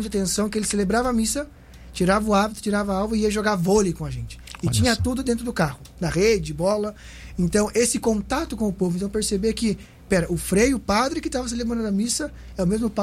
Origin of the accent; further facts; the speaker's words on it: Siqueira Campos, Paraná, Brazil; tenho 26 anos, sou natural de Siqueira Campos, no norte do Paraná.